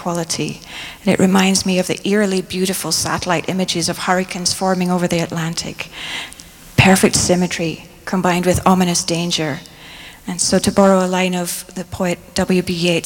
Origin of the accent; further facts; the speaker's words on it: Largs, Scotland, United Kingdom; I grew up in Largs on the west coast of Scotland.